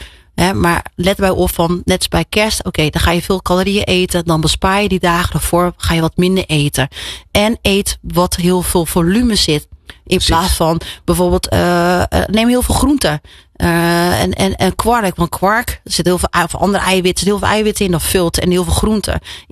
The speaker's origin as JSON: {"language": "Dutch", "town": "Rotterdam", "region": "South Holland", "country": "Netherlands", "said": "Ik zeg gewoon, ik ben gewoon een Rotterdammer."}